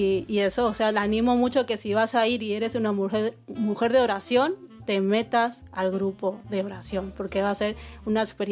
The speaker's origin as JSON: {"language": "Spanish", "country": "Argentina", "said": "¿tú de dónde eres? Yo de Argentina. Entonces, ¡wow! Y se puso muy contenta al saber que yo era de otro de otro país y ellas eran españolas."}